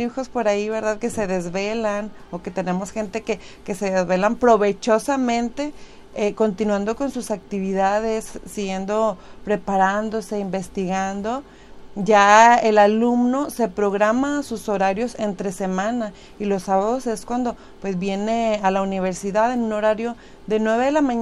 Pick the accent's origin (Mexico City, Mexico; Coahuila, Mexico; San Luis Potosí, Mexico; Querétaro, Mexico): Coahuila, Mexico; Múzquiz; para quienes somos de aquí de Musquis, pues ya conocemos exactamente dónde está la ubicación